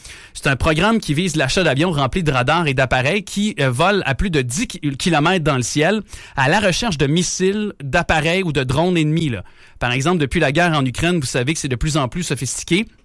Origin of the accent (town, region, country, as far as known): Quebec, Canada; born or raised there